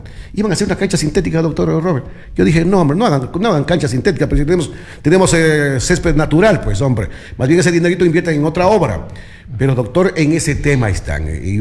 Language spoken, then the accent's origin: Spanish; Chuquiribamba, Loja, Ecuador; La de mi tierra Chucribama